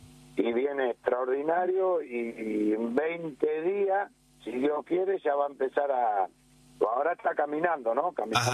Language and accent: Spanish; Villa Elisa, Buenos Aires Province, Argentina; tengo la casa que yo me crié, ahí en el ARA. Bueno, como esta, vivo ahí, ¿viste? En la casa que yo me crié, con mi familia, mi señora, mi hijo, ¿viste?